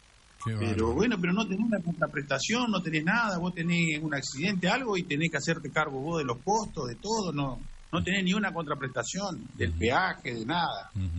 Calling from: Concordia, Entre Ríos, Argentina; Y yo estoy en Concordia.

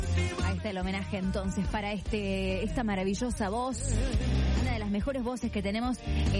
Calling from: Buenos Aires Province, Argentina; Somos de la Prida, provincia de Buenos Aires.

